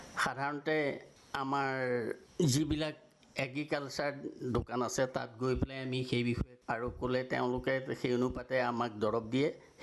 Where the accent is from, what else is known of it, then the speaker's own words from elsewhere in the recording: Putani Kamar Gaon, Assam, India; মোৰ ঘৰ হৈছে পুতনি কমাৰ গাঁও।